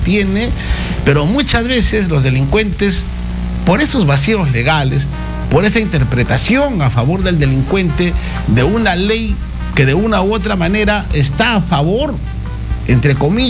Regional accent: Peru; los únicos perdedores somos todos los peruanos.

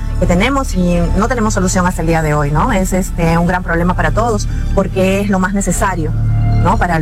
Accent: Chilca, Lima, Peru; siempre que he estado acá viviendo en Chilca, desde que nací, porque soy neta acá en Chilca, soy nacida acá en Chilca

